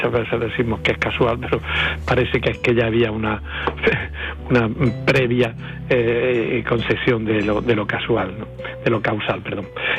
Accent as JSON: {"language": "Spanish", "town": "Baena", "region": "Andalusia", "country": "Spain", "tie": "born or raised there", "said": "viene a Baena a recoger su tercer premio de poesía joven internacional que lleva mi nombre en mi pueblo"}